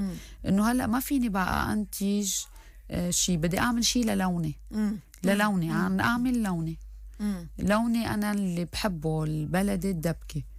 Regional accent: Lebanon; أنا كلبنانية لازم غني لبناني.

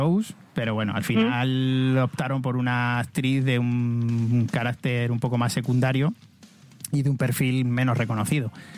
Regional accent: Spain

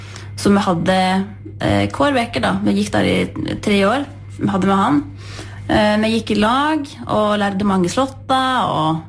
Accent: Jøstedalen, Vestland, Norway; born or raised there

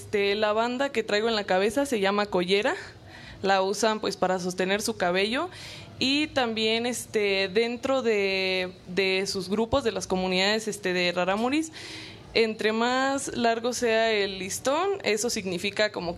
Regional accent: Guachochi, Chihuahua, Mexico; yo soy orgullosamente de la Sierra Tarahumara, soy de Huachochi

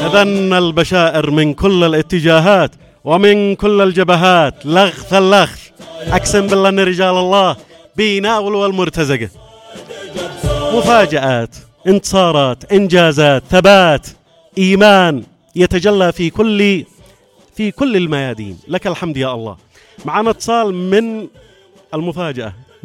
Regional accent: Yemen; أبناء شعبنا اليمني

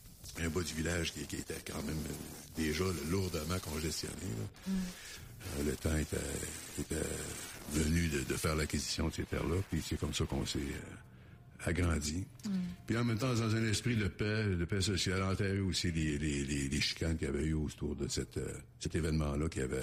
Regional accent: Wendake, Quebec, Canada; Je suis né à Wendake, plus sur l'ancienne réserve des 40 arpents à Castorville. Ouais. Mais j'ai toujours demeuré à Wendake. Oui, forcément ma jeunesse, mon enfance ici, puis entre les deux communautés, les 40 arpents puis Wendake.

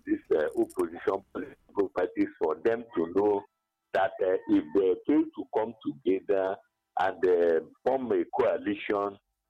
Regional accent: Enugu, Enugu State, Nigeria; Problem going on in Nigeria. … I come from Enugu.

